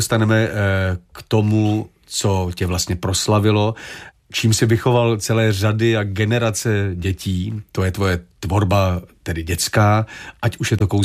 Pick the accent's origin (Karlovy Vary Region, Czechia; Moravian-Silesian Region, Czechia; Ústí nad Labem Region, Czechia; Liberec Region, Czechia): Karlovy Vary Region, Czechia; Cheb; pro mě jako pro chebáka, který ten Vnitroblok měl taky za domem